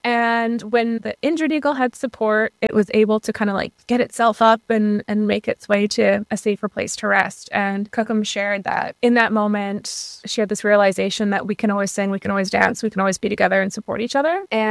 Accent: Saskatchewan, Canada; moved away as an adult; now in Vancouver, Canada; I'm currently living in Vancouver. I'm originally from Musqueam First Nation in Treaty 6 territory, north central Saskatchewan. I'm Métis Cree on my mom's side and of European settler descent on my father's side. I moved to Vancouver over a decade ago

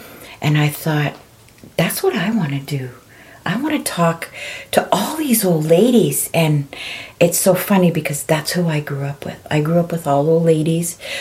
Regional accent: Penticton, British Columbia, Canada; I was raised on the Penticton Indian Reserve. I came to Penticton in 1966. My grandmother brought my brother and I here. I was raised with a lot of Puptawina, old ladies.

